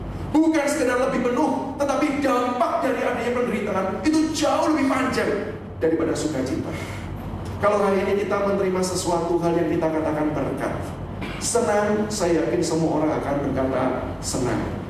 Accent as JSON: {"language": "Indonesian", "town": "Surabaya", "region": "East Java", "country": "Indonesia", "said": "Saya berasal dari Surabaya dan saat ini saya melayani sebagai dosen dan kepala pusat kerohanian di Universitas Kristen Petra Surabaya."}